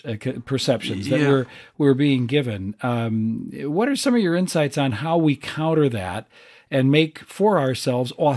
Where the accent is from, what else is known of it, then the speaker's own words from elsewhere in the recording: Rock Island, Illinois, United States; I'm a lifelong Rock Islander